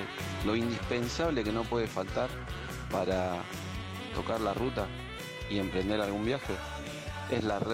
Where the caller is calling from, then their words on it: Rosario, Santa Fe, Argentina; Un saludo desde Rosario.